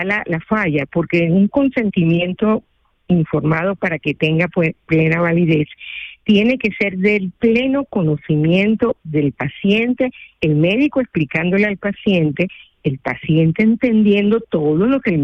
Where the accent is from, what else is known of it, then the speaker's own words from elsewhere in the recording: Venezuela; accent: Venezuelan; moved away as an adult; now in Spain; yo soy venezolana, como seguramente te has dado cuenta por mi acento.